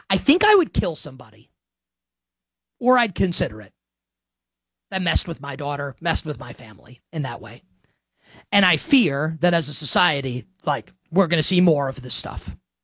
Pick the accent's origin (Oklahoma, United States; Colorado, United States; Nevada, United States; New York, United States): New York, United States; New York City; born or raised there